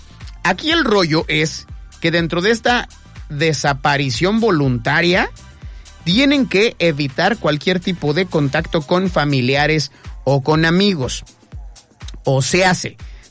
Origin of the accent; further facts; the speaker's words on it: Mexico City, Mexico; moved away; Se fue a la Capirucha, a mi tierra, la ciudad del smog.